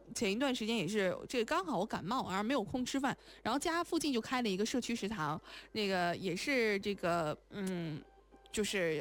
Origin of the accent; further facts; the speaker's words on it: Houma, Shanxi, China; moved away; 因为我的家乡嘛，这个在山西侯马，所以侯马的那个地方其实基本上是没有方言的，就是我跟我的父母在说话的时候就没有太固定的那个调啊，就是我跟我父母在说话用的就是普通话